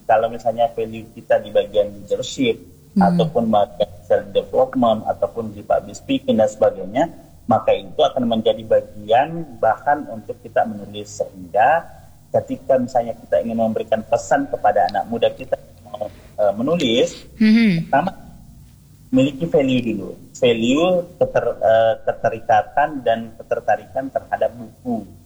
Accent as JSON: {"language": "Indonesian", "town": "Tarakan", "region": "North Kalimantan", "country": "Indonesia", "said": "Ya, saya dari Tarakan, Kak."}